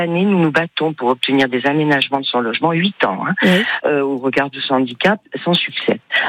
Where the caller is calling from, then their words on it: Calvi, Corsica, France; j'appelle de Calvi.